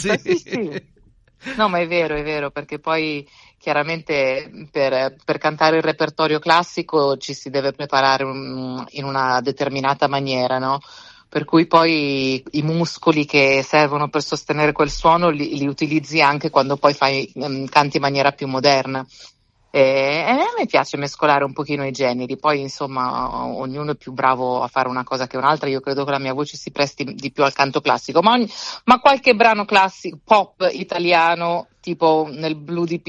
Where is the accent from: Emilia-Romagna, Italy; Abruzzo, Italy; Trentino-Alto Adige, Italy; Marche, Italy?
Abruzzo, Italy; Torricella Peligna; moved away; io sono paesana abruzzese